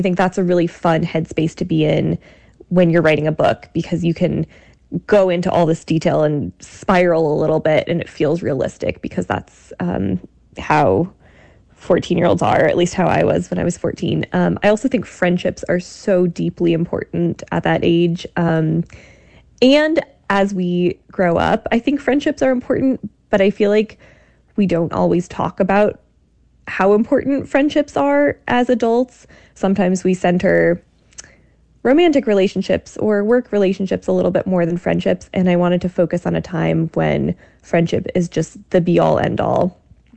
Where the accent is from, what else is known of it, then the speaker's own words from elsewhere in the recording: Iowa, United States; And growing up in Iowa, that wasn't something I knew very much about